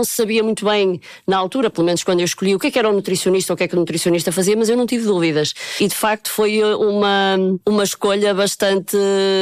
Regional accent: São João da Madeira, Aveiro, Portugal; moved away as an adult; Não, eu sou de São João da Madeira, aos 18 anos a minha vida foi em São João da Madeira e depois é que fui para o Porto para a faculdade.

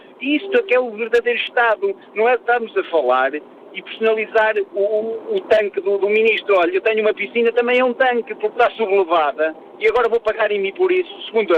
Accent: Portugal; Enquanto nós, portugueses, não tivermos essa percepção do que é uma transmissão de Estado, vamos ter sempre muro de lamentações.

